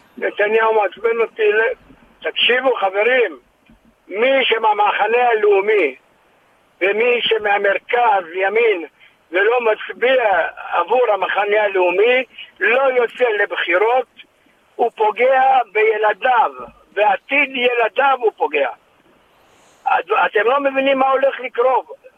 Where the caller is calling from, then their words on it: Tel Aviv, Tel Aviv District, Israel; אנחנו תל אביבים